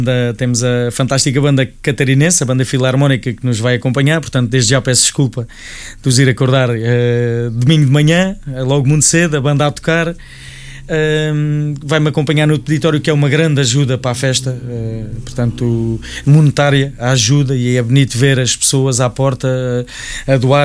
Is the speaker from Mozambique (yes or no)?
no; Caldas da Rainha, Centro, Portugal; also born or lived in Portimão, Algarve; Eu sou de Barrantes, tive uma breve passagem para o Algarve, mas eu fui sempre de Barrantes, sou sempre de Barrantes e tenho um orgulho enorme no Conselho de Caldas da Rainha, fui sempre de Caldas da Rainha. Nunca fui de Portimão, nem nunca fui do Algarve.